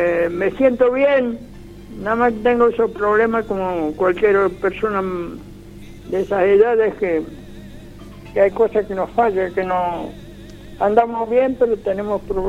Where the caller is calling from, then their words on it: Isidro Casanova, Buenos Aires Province, Argentina; Yo vivo en Isidro Casanova.